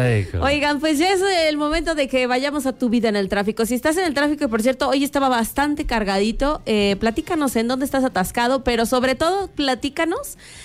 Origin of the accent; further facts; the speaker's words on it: Mexico; así somos los mexas